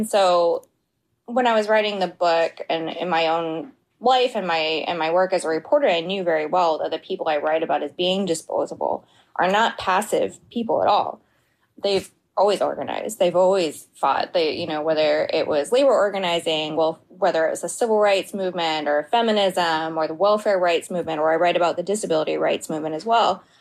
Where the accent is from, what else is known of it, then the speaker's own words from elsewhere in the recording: Virginia, United States; But growing up where I did, and specifically learning about th